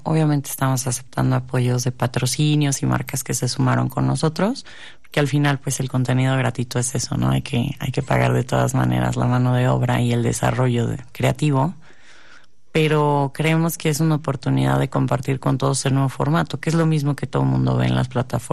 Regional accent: Mexico; Todas somos mexicanas

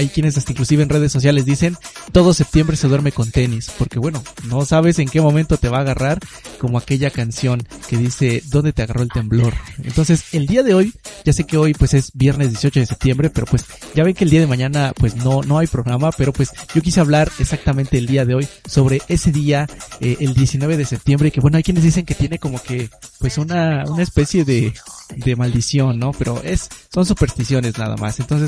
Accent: Mexico; pues como mexicanos solemos responder unidos

